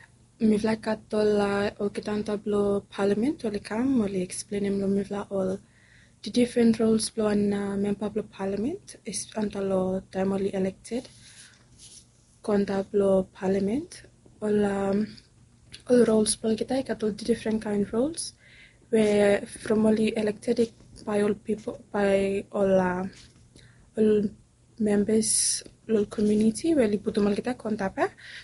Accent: Ambrym Island, Malampa, Vanuatu; I am 19 years. I come out of Ireland from Ambrem.

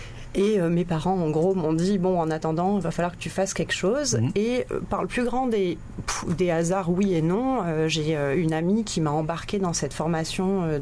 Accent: Nouméa, South Province, New Caledonia; now in Vanuatu; j'ai passé toute ma jeunesse en Calédonie

